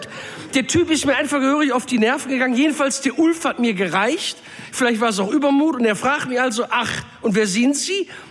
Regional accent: North Rhine-Westphalia, Germany; Bei uns im Pott sagst du Haiopai zu sowas.

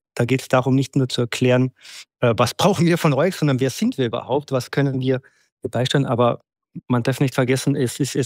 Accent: Austria; als gebürtigen Österreicher

